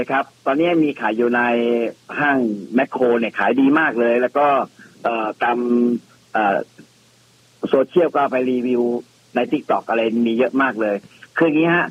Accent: Samut Prakan, Thailand; อยู่จังหวัดสมุทรปราการครับ

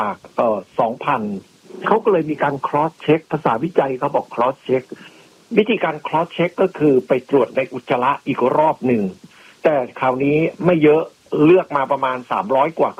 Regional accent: Isan, Thailand; ผมเป็นคนอีสาน

